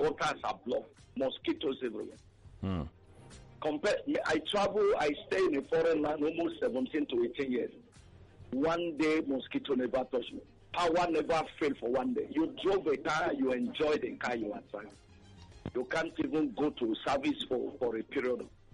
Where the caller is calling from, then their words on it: Ojo, Lagos, Nigeria; I'm calling from Ojo.